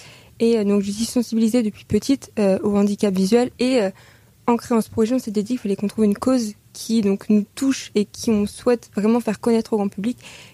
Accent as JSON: {"language": "French", "town": "Chinon", "region": "Centre-Val de Loire", "country": "France", "lives_now": "Tours, France", "said": "j'ai 20 ans, je viens de Chinon"}